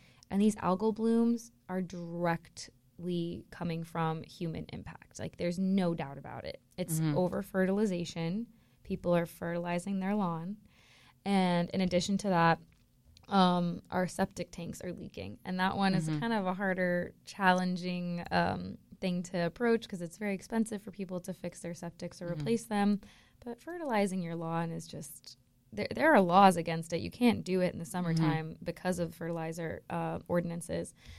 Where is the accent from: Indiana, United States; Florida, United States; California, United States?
Florida, United States; West Palm Beach; I'm from West Palm Beach and we had a lot of, you know, beautiful aquatic habitats as well.